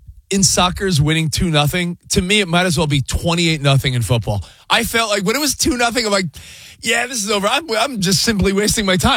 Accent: East Coast, United States; I grew up on the East Coast.

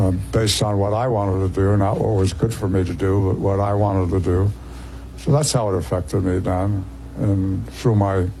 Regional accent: Newark, New Jersey, United States; I was born in Newark, New Jersey in 1924, February 15th. We moved every October 1st because you got 3 free months concession of rent.

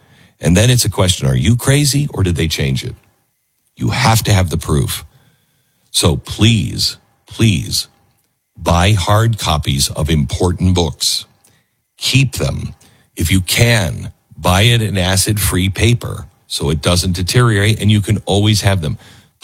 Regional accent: Seattle, Washington, United States; born or raised there; moved away

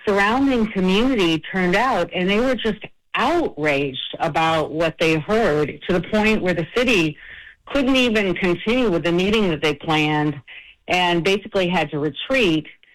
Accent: Boston, Massachusetts, United States; I grew up in the South End, like Rose, in Boston, and I live in JP now, but I went to Boston Public Schools.

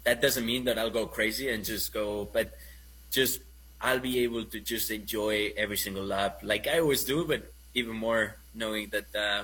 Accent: Spain; accent: Spanish; English is a second language; It's my Spanish accent. It's my Spanish accent trying to talk Americano.

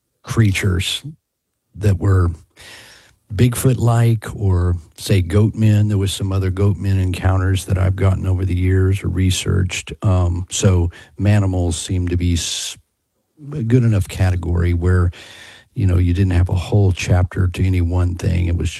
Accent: Fort Worth, Texas, United States; born there; I was born in Fort Worth, so that's this is kind of a hometown monster for me.

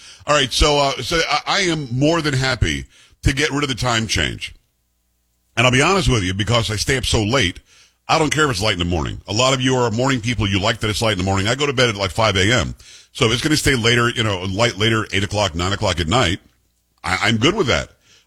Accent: Florida, United States; also born or lived in New York; I grew up, again, I'm from New York. People say, well, how many different places are you from? From New York, lived there until I was 7. Grew up in Florida from 7 until I was, 28, something like that.

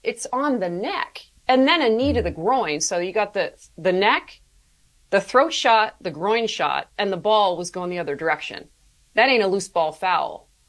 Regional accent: Canada; moved away; I watched the Canadian team lose to Switzerland in the World Cup because I'm originally from Canada.

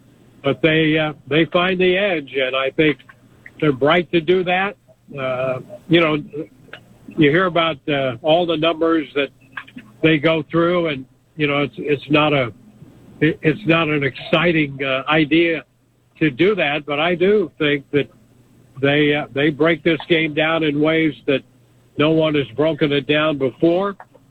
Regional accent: Midwest, United States; I grew up in the Midwest where baseball was really king

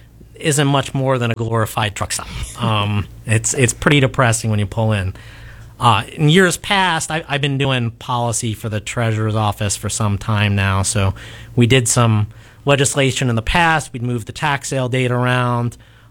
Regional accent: Virginia, United States; now in Illinois, United States; I grew up in Northern Virginia

